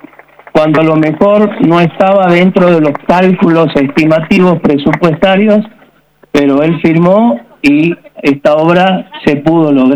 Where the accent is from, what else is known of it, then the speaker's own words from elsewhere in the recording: Santiago del Estero, Argentina; somos la comunidad de Santiago del Estero, que 100% sentimos nuestra santiagueñidad